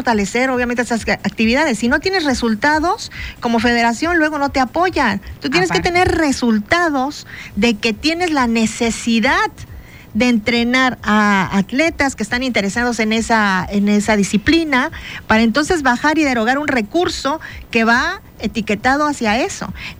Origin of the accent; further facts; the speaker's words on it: Bacalar, Quintana Roo, Mexico; Así es, soy de Bacalar, sí, soy de Carrillo, vengo de Quintana Roo, represento, sí, ah, sí.